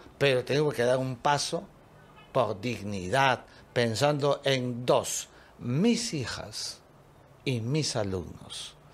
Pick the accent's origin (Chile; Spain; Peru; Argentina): Peru